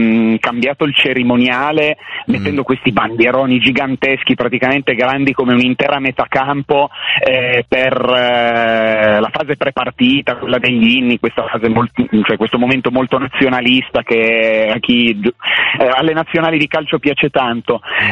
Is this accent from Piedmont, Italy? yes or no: yes; Montechiaro d'Asti, Piedmont, Italy; Montechiaro è il mio paese, ho giocato fino a qualche anno fa